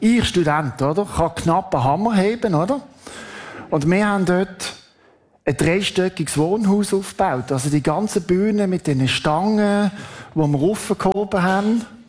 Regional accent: Basel, Basel-Stadt, Switzerland; Und dann, ihr gehört, ich bin in Basel aufgewachsen.

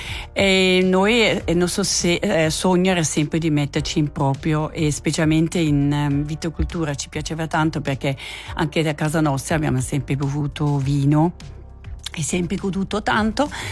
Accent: Zurich, Switzerland; io sono nata e cresciuta a Zurigo, proprio centro città.

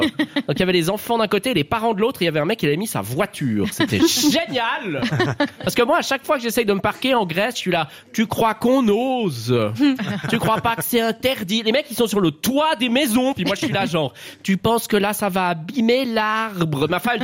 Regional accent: Vaud, Switzerland; Non, mais je suis pas bête, je suis vaudois. C'est-à-dire, je veux pas déranger.

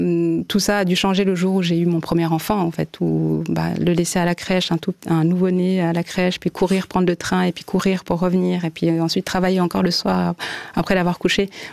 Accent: Rwanda; born or raised there

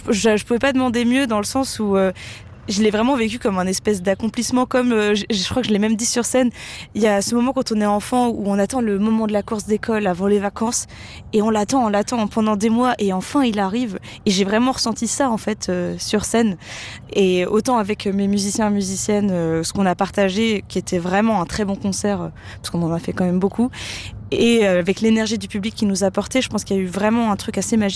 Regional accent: Lausanne, Vaud, Switzerland; born there; Vu que je viens de Lausanne

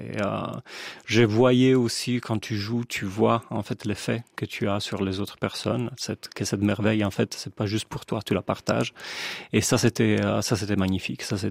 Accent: Como, Lombardy, Italy; moved away as an adult; now in Switzerland; je suis italien. Je viens de Como. Ma ville natale est Como, où j'ai vécu jusqu'à mes 25 ans avant d'aménager ici en Suisse romande. Donc, la grande partie de mes études a été faite là-bas, à Como. J'ai fait l'université à Milano.

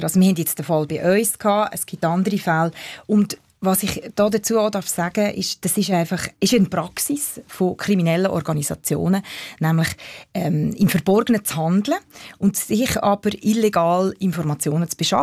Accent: Switzerland; Wir als Schweizer

